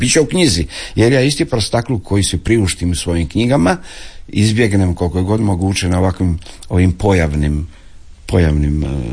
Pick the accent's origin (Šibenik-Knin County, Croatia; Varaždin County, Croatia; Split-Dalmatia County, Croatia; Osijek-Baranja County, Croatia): Šibenik-Knin County, Croatia; Šibenik; now in Zagreb, Croatia; ja sam Šibenčanin